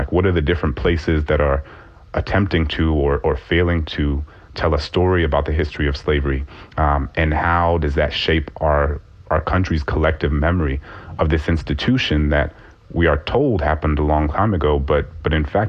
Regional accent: New Orleans, Louisiana, United States; born or raised there

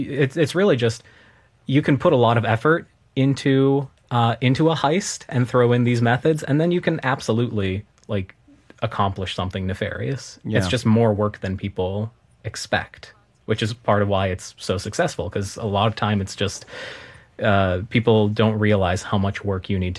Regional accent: Chicago, Illinois, United States; So I grew up in Chicago, birthplace of close-up magic.

